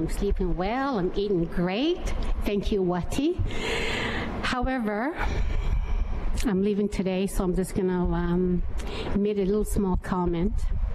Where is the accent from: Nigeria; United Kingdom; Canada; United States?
Canada; Behchoko, Northwest Territories; now in Yellowknife, Canada; I reside in Yellowknife. I was born and raised in Bechacombe.